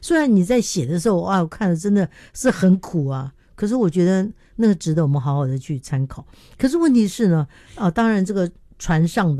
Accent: Keelung, Taiwan; born there; 这跟我小时候在基隆看到的鱼市场是不一样的。

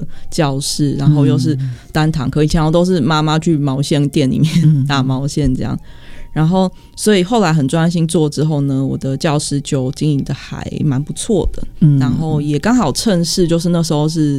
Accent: Taiwan; 加上就是我们台湾人的身份到那边其实比较复杂

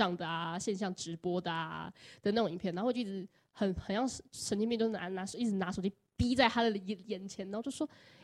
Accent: Hsinchu, Hsinchu City, Taiwan; 因为我不是住在南部的嘛，我是新竹人

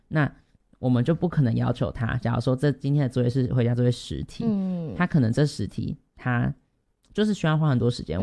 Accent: Chiayi, Taiwan; now in Taipei, Taiwan; 因为现在我是嘉义人，我现在到台北读书

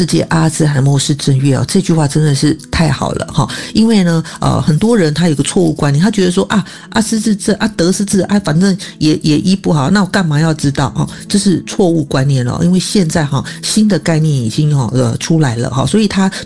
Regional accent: Taiwan; 我们台湾人

